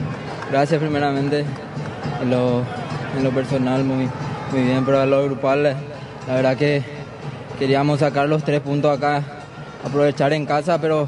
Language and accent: Spanish; Caacupé, Cordillera, Paraguay; Sí, sí, Cacupé.